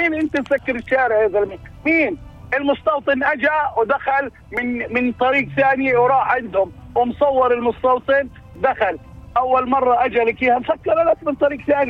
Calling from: Aboud, West Bank, Palestine

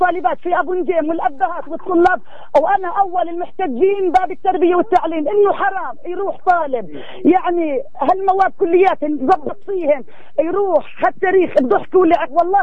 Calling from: Palestine; أنا كمواطنة فلسطينية

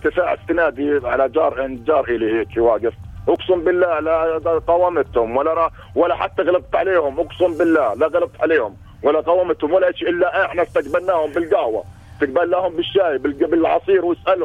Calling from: Deir al-Asal al-Fauqa, Hebron Governorate, Palestine; وبالنسبه لقرانا انا في دير العسل الفوق اللي هي الخط الغربي على الخط الاخضر

